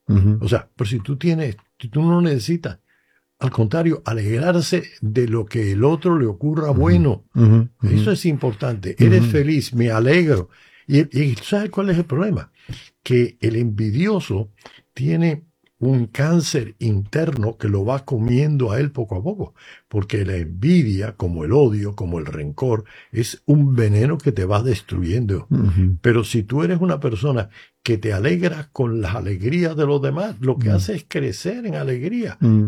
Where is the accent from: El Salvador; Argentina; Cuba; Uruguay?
Cuba; Y yo que soy cubano, podría decir una lista de nombres